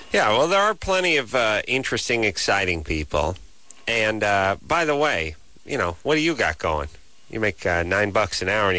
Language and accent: English; Indiana, United States; I grew up in Indiana. They go Hoosiers.